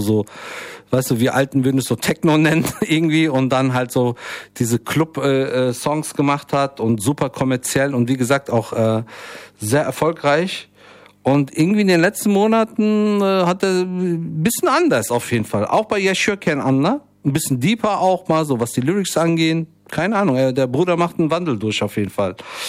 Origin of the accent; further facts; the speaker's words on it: Frankfurt, Hesse, Germany; dass ich gebürtiger Frankfurter bin. Ne? Zwar nicht mit dem vollen Dialekt, also ich glaube, das bisschen Lokaldialekt, was ich habe, ich bin ja im Frankfurter Westen aufgewachsen